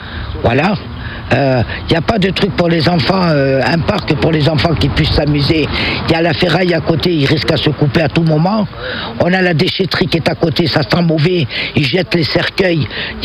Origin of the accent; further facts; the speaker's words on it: Manosque, Provence-Alpes-Côte d'Azur, France; born there; nous, les gens du voyage. Et pourtant, on est français. Moi, je suis né à Manosque, j'ai 67 ans.